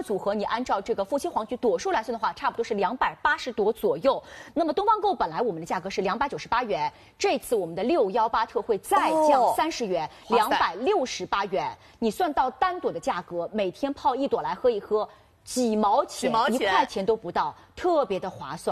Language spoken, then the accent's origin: Chinese; Jiangxi, China; 我们江西那边宜春过来的重瓣玫瑰